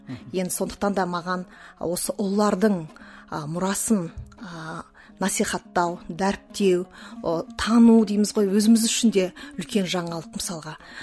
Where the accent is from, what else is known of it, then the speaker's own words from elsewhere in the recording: Semey, Abai Region, Kazakhstan; moved away as an adult; now in Almaty, Kazakhstan; Енді ол кезде жалпы мен өзім Шығыс Қазақстаннанмын, оның ішінде қазіргі таңдағы Абай облысы, мына Семей қаласынан.